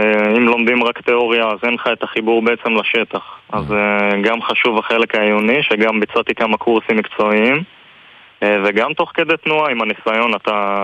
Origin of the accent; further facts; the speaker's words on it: Kibbutz Dafna, Northern District, Israel; אני גר בקיבוץ דפנה.